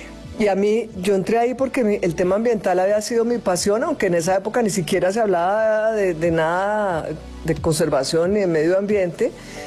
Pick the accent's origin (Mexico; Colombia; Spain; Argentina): Colombia; yo soy colombiana.